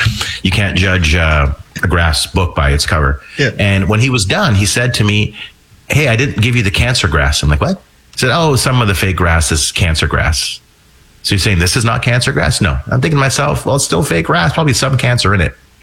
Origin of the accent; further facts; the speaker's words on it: Montreal, Quebec, Canada; moved away as an adult; now in Ottawa, Canada; I am from Montreal.